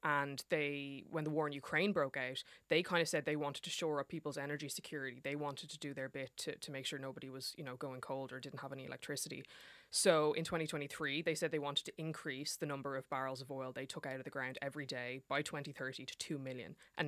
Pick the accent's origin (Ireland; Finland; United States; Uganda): Ireland; I'm from Ireland